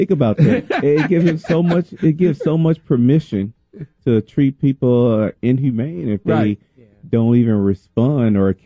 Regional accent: Lambert, Mississippi, United States; I'm a guy from the South. I'm from the Mississippi Delta. Born and raised in Lambert, Mississippi, a little bitty town. And that's where I come from.

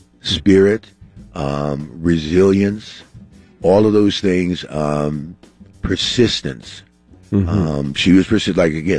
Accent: New York, United States; growing up in New York, on the street corners, you know, on summer nights, you would hear doo-wop.

